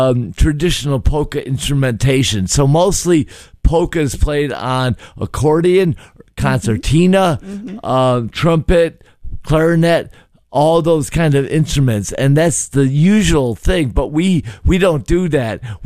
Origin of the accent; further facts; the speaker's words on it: Chicago, Illinois, United States; I grew up here, not far from here in Gladstone Park and Albany Park. I'm a Chicagoan